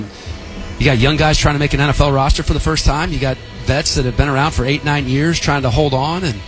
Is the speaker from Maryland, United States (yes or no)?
yes; Gaithersburg, Maryland, United States; I grew up in Gaithersburg.